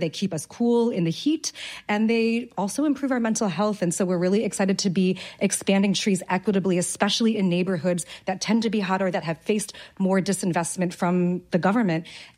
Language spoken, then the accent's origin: English; New York, United States; No, I was just kind of curious as a New Yorker, you know?